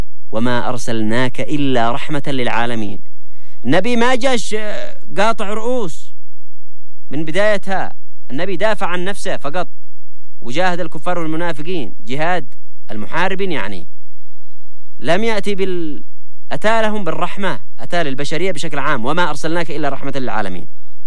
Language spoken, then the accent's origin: Arabic; Yemen; وأنا عايشين عندنا في اليمن